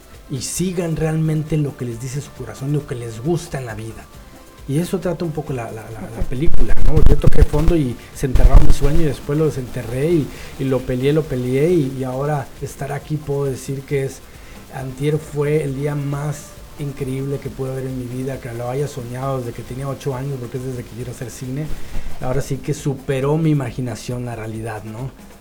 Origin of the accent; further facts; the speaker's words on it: Mexicali, Baja California, Mexico; moved away; en lugar de estar en México, vamos a estar aquí en Mexicali